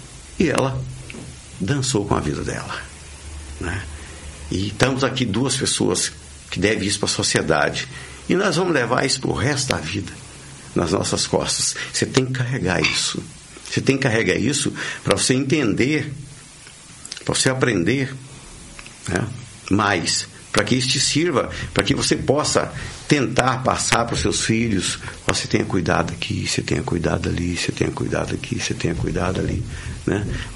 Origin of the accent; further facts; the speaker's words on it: Santa Helena de Goiás, Goiás, Brazil; born there; moved away; eu sou lá de Santa Helena de Goiás, né? E da cidade era tão pequena